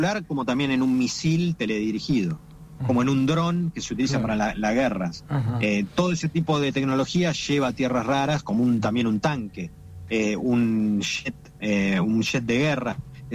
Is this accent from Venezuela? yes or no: no; Argentina